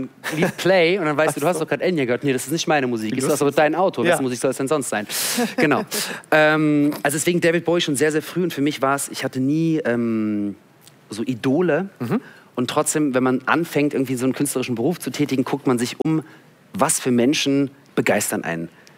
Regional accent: Berlin, Germany; born or raised there

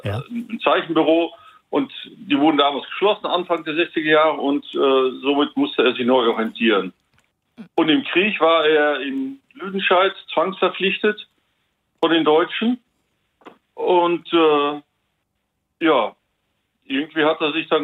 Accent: Netherlands; now in Germany; Aber es war halt mein Vaterland, die Niederlande, aber das hier, das Sauerland, ist meine Heimat.

